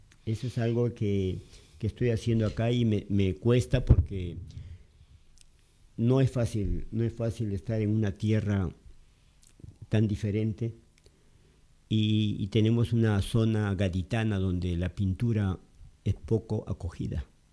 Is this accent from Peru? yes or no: yes; Peru; moved away as an adult; now in Spain; Extraño de mi país, porque allá sí estuve viajando. Yo viajo por todo el Perú